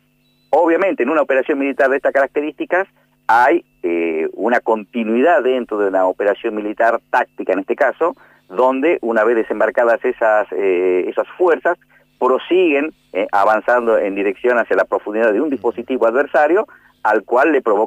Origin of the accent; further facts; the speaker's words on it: Rosario de Lerma, Salta, Argentina; now in Entre Ríos, Argentina; soy de Salta